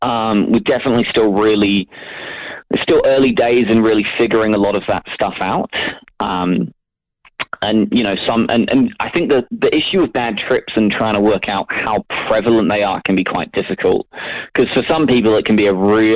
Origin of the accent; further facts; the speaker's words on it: New Zealand; speaking from my own perspective as a Kiwi European.